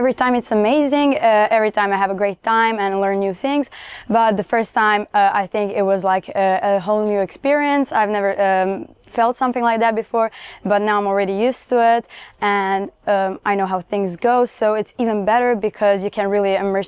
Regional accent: Rijeka, Primorje-Gorski Kotar County, Croatia; I'm from Rijeka, Croatia.

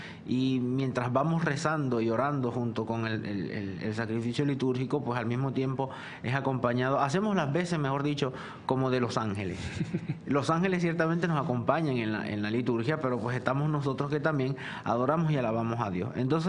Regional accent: Venezuela; Yo soy venezolano, yo no soy árabe, pero crecí en una comunidad birritual.

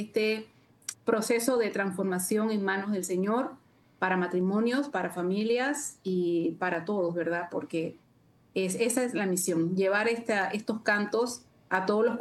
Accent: Chitré, Herrera, Panama; me invitan a participar en mi ciudad natal, por decirlo así, donde me crié, en Chitré.

